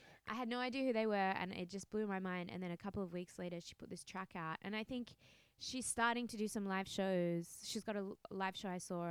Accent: Australia; moved away; especially as an Australian.

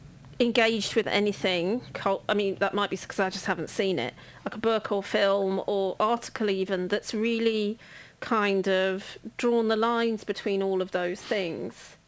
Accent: London, United Kingdom; growing up in London

